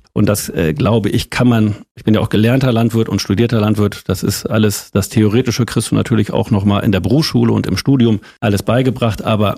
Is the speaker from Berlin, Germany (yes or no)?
no; Lower Saxony, Germany; Und wir haben unsere Heimat aus der Lüneburger Heide nach Brandenburg verlegt.